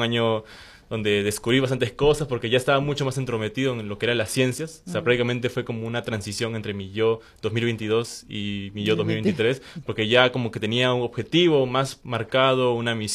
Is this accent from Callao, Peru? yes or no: no; Lima, Peru; yo, como tal, yo soy de Chorrillos